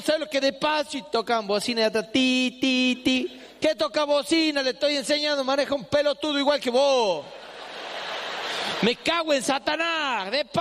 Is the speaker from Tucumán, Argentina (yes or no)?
yes; Famaillá, Tucumán, Argentina; me dieron el carnet de manejo en la dirección de tránsito de la municipalidad de Famayá, en mi pueblo natal